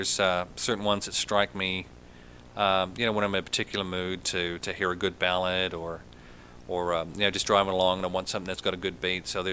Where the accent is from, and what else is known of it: New Zealand; born or raised there